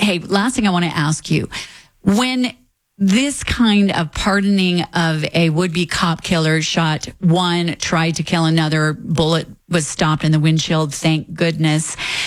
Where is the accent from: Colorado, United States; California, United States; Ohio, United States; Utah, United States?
Colorado, United States; Aurora; now in Douglas County, United States; I grew up in Aurora. My dad was at Lowry Air Force Base, and it is definitely a different Colorado.